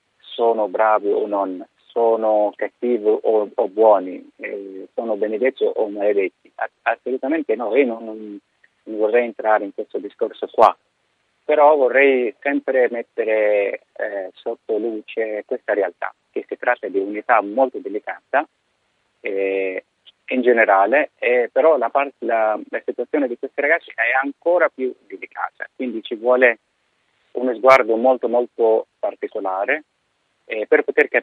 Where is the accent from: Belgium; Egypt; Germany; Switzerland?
Egypt; non perché sono egiziano, perché sono egiziano, ma perché veramente il numero più alto dei ragazzi viene proprio dall'Egitto.